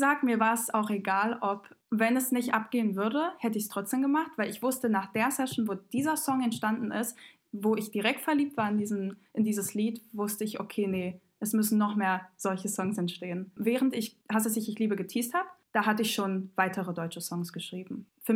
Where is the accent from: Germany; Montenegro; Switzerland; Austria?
Montenegro; Wir kommen aus Montenegro und jedes Mal, wenn Montenegro da auch mitmacht, sind wir so, okay, Eurovision ist so das Ding bei uns.